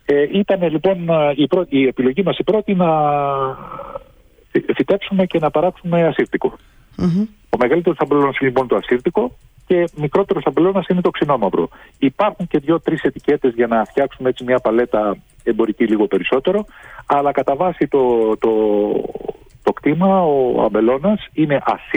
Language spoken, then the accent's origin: Greek; Macedonia, Greece; Ναι, το μεγαλύτερο μέρος της ζωής μου είναι, είμαι Μακεδόνας.